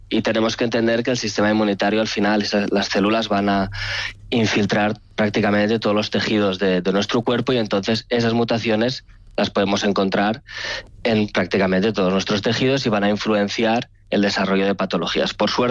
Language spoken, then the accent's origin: Spanish; Barcelona, Catalonia, Spain; Para mí, yo soy de Barcelona. Estuve muchos años fuera en el extranjero formándome